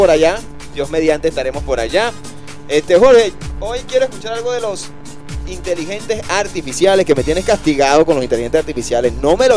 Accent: Venezuela

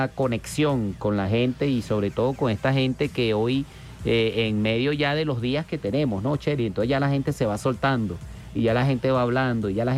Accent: Venezuela; Los venezolanos somos alegría.

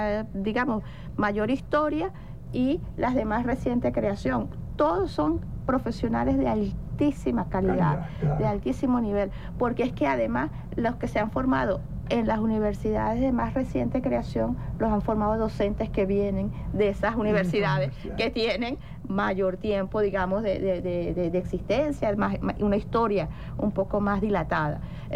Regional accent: Venezuela; es la fecha patria, que es una fecha en la que además nos reconocemos como venezolanas y venezolanos, y volvemos a Bolívar siempre

